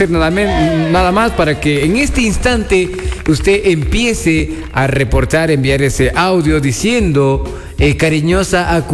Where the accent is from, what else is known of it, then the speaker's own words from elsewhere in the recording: Yantzaza, Zamora-Chinchipe, Ecuador; Ciudad de Yanzaza, mi tierra linda, mi tierra hermosa, el Valle de las Luciérnagas.